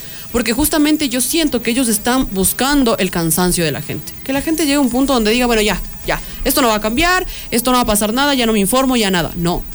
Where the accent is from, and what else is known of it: Ecuador